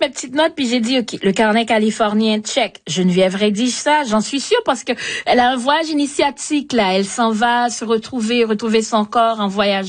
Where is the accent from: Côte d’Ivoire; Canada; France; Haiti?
Haiti; parce que moi, même si je viens d'Haïti